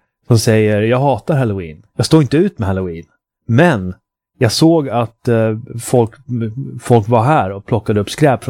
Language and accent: Swedish; Uppsala, Uppsala County, Sweden; som jag kommer från Uppsala.